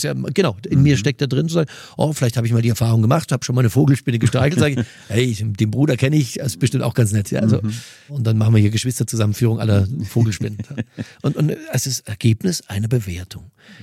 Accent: Mühldorf am Inn, Bavaria, Germany

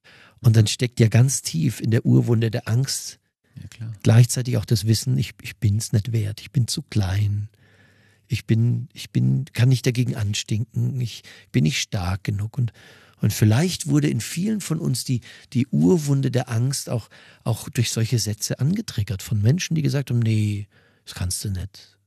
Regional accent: Mühldorf am Inn, Bavaria, Germany; du hast ja katholische Wurzeln, ich habe evangelische Wurzeln und ich komme aus Mühldorf am Inn, da waren wir ganz, ganz in der Unterzahl

